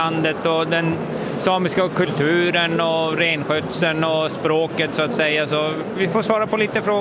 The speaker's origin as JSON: {"language": "Swedish", "region": "Norrbotten County", "country": "Sweden", "said": "Och jag är från Lulesamiskt område och då har vi Jokkmokkskolten."}